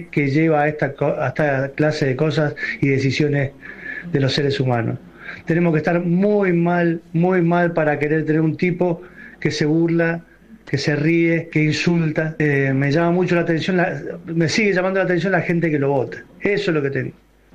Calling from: Buenos Aires, Argentina; Flamenco de San Telmo

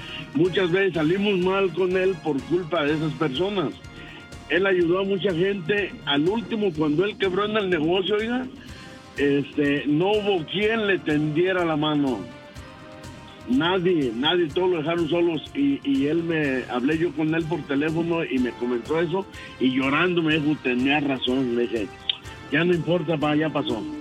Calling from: Idaho, United States; yo no soy de Utah, soy de Idaho.

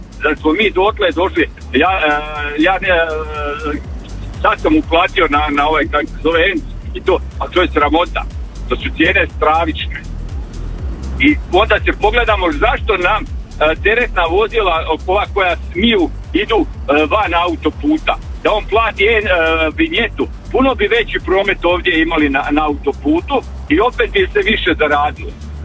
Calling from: Croatia; ja sam Hrvat. Ja sam hrvatski dragovoljac.

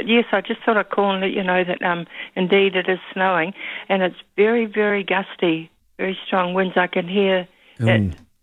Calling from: Dunedin, Otago, New Zealand

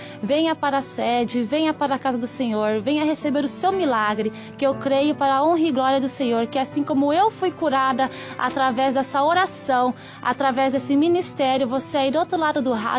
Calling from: Suzano, São Paulo, Brazil; Eu sou de Suzano, Rua Amélia Guerra, 865, Vila Morim.

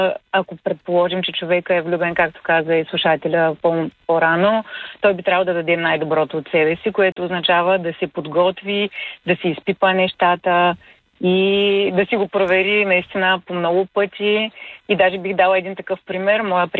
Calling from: Varna, Varna Province, Bulgaria; от Варна съм.

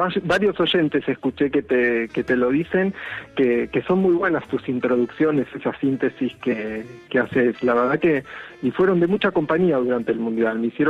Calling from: Acassuso, Buenos Aires Province, Argentina; De Acasuso.

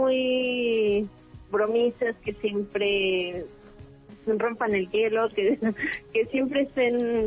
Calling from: Coatlán, Mexico; Bueno, yo soy de Coatlán, tengo 38 años.

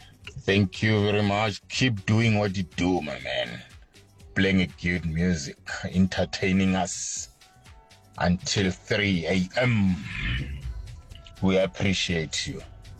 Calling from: Pretoria, Gauteng, South Africa; from Pretoria

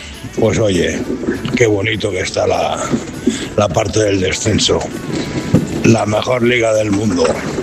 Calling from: Benicarló, Peñíscola, Valencian Community, Spain; Radio Marca, desde Benicarroy, Peñíscola.

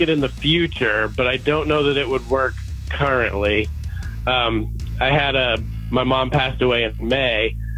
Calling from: Fayetteville, Georgia, United States

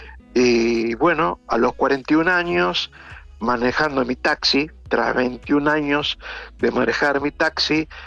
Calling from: Buenos Aires, Argentina; yo en realidad vivo en Buenos Aires.

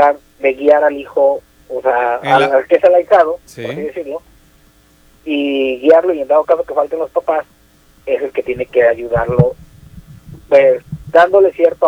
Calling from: Puebla, Mexico; yo soy del estado de Puebla.

